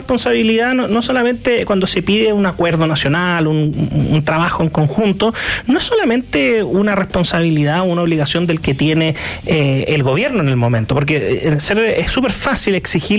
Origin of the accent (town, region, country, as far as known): Chile